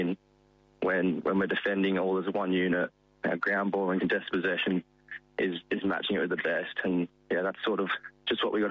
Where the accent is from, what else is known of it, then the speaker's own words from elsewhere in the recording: Margaret River, Western Australia, Australia; I grew up in Margaret River, just right in town. Not much really to say. Just always played my junior footy down in Margs.